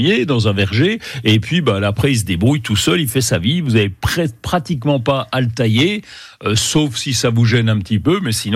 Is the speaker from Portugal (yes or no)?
no; Bourgogne-Franche-Comté, France; chez nous, en Franche-Comté, là même dans le haut